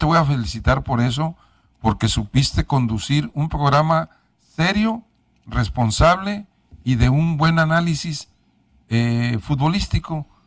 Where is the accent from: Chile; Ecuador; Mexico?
Mexico; Tepic, Nayarit; Yo soy de Tepic.